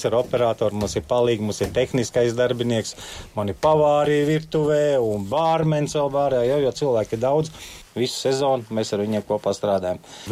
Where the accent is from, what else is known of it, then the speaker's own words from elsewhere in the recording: Riga, Latvia; moved away as an adult; now in Gaiziņkalns, Latvia; es kā rīdzinieks tiku Rīgas ceļos, būvēja Rīgā ielas.